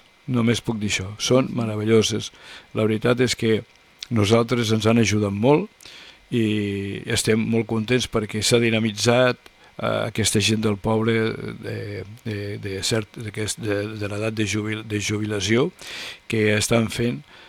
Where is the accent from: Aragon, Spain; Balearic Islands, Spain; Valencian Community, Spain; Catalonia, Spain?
Catalonia, Spain; Puigverd de Lleida; jo sempre dic que vaig néixer a Puigverd, m'emociono quan parlo de Puigverd, i també sempre dic que el dia que jo mori vull enterrar-me a Puigverd.